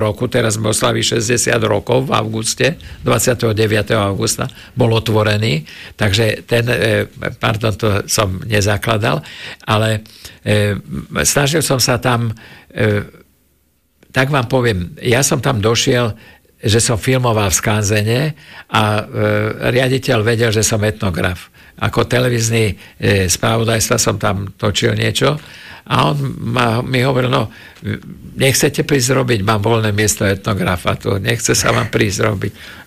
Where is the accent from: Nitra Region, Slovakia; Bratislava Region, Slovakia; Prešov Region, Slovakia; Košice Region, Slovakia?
Prešov Region, Slovakia; Prešov; accent: Šariš dialect; ovládam dialekt, takže tým pádom som mohol hovoriť šarišským dialektom s ľuďmi, ale hneď poznali, že som Prešovčan, že nie som odtiaľ, lebo ten dialekt na Hornom Šariši ale je troška iný